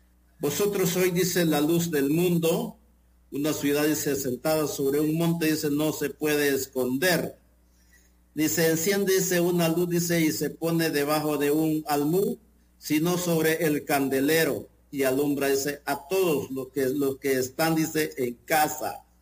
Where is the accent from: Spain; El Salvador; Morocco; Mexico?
El Salvador; aquí como salvadoreños que somos nosotros, ¿verdad? Tenemos un DUI.